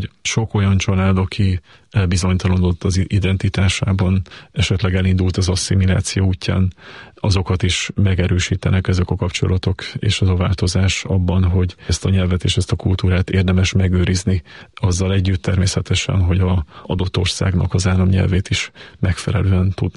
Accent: Nitra Region, Slovakia; moved away as an adult; now in Hungary; Felnőtt koromig nagyon szorosan kötöttem a felvidékhez. Budapestől alig 80 kilométerre Ipolyság mellett nőttem fel. Viszont utána az egyetemet Magyarországon végeztem, és azóta a munkám is ide köt.

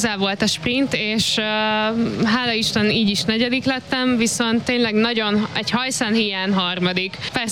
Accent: Pécs, Baranya, Hungary; Igazából itt is töltöttem az egyetemi éveimet, és én igazából pécsi vagyok

